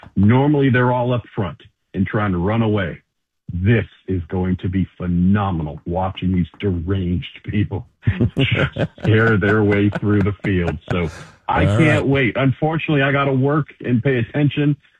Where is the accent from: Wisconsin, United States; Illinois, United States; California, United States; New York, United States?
California, United States; So I'm from Northern California, where the weather is pretty consistent and consistently beautiful.